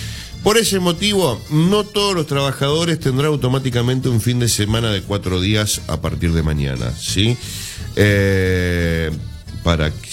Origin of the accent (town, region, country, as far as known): Argentina